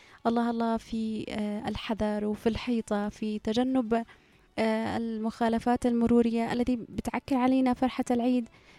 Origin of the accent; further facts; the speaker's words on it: Yemen; إحنا اليمنيين